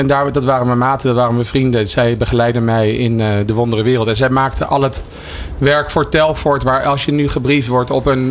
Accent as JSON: {"language": "Dutch", "town": "Amsterdam", "region": "North Holland", "country": "Netherlands", "said": "We komen allebei uit Amsterdam-Noord."}